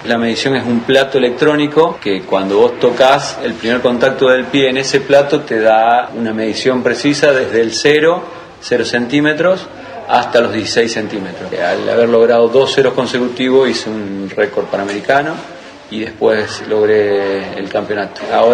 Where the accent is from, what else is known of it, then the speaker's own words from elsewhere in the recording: Zenón Pereyra, Santa Fe, Argentina; soy del interior de Santa Fe, de Zenón Pereira, es un pueblo.